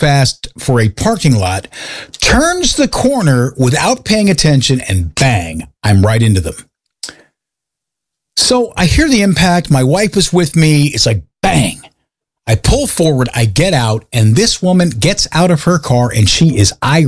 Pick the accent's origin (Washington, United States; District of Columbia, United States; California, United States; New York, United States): Washington, United States; Seattle; from Seattle.